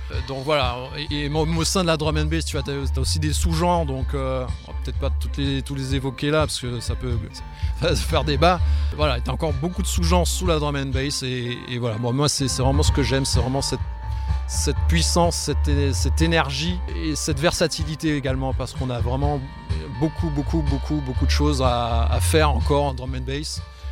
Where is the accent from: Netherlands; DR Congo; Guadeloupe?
Guadeloupe; moved away as an adult; depuis que je suis arrivé ici, en réalité, depuis les années, début des années 2000. Mais j'ai grandi en Guadeloupe